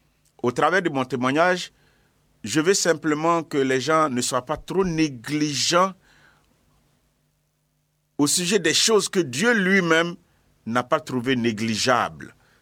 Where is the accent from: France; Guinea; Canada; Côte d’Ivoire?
Côte d’Ivoire; Bondoukou, Zanzan; Je suis natif de Bondoukou